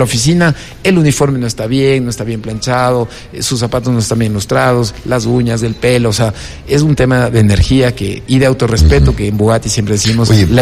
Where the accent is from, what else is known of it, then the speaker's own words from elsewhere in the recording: Ecuador; Nosotros en Ecuador